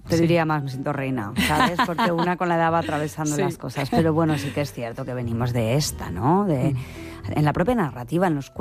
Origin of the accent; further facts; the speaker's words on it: Spain; Mi pueblo estaba entre medio de Zaragoza y Madrid, y entonces había mucho tráfico los domingos de la gente que iba a ver, bueno, pues que volvía de Madrid o que iba hacia Madrid, y entonces es una zona donde se cultivaban cerezas